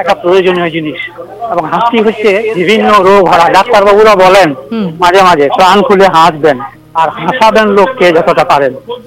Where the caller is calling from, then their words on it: Dubrajpur, West Bengal, India; হ্যাঁ, আমি পশ্চিমবঙ্গের বীরভূম জেলার দুবরাজপুর থেকে